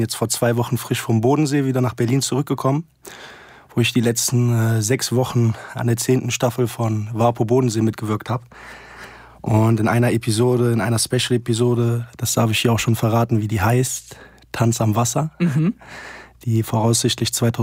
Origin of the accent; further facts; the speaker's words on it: Settat, Casablanca-Settat, Morocco; now in Germany; ich bin Marokkaner, und also Deutsch-Marokkaner. Ich fühle mich mit beiden Ländern sehr, sehr verbunden und bin in Marokko geboren, in Settat.